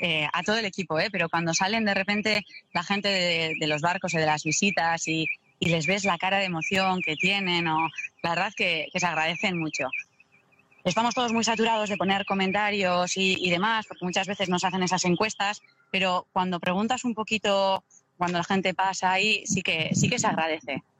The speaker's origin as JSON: {"language": "Spanish", "town": "Deba", "region": "Basque Country", "country": "Spain", "tie": "born there", "said": "yo nací en Deva y casi todo el tiempo estoy en Zumaya."}